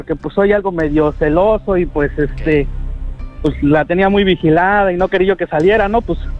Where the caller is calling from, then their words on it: Puebla, Mexico; soy de la Sierra Norte de Puebla.